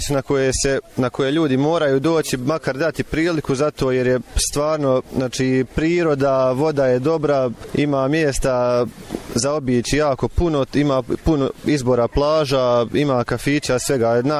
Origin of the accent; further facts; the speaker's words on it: Konjic, Federation of Bosnia and Herzegovina, Bosnia & Herzegovina; now in Germany; Iz Konjica sam, ali trenutno živim u Njemačkoj.